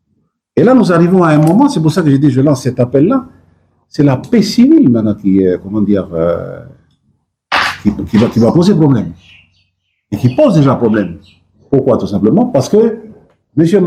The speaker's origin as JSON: {"language": "French", "country": "New Caledonia", "said": "nous, les Kanaks"}